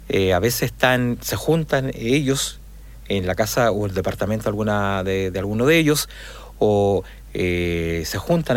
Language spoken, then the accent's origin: Spanish; Chile; del cumpleaños de nuestra patria